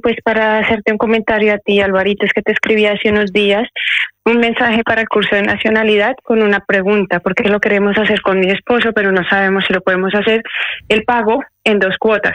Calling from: Madrid, Community of Madrid, Spain; Hablas con … de Madrid.

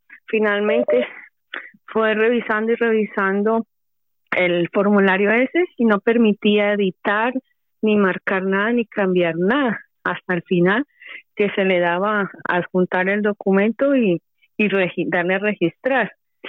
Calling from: Madrid, Community of Madrid, Spain; de Madrid.

